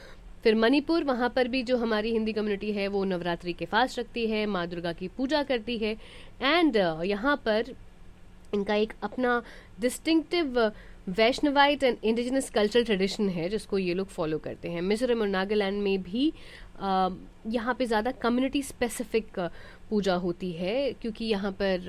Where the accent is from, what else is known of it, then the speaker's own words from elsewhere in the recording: Bihar, India; मैं बिहार से हूँ